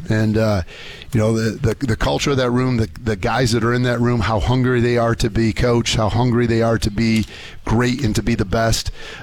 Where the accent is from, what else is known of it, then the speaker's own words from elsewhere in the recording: Michigan, United States; I'm from Genesee County. He's from Genesee County. He went to Montrose High School. I went to Burton Atherton High School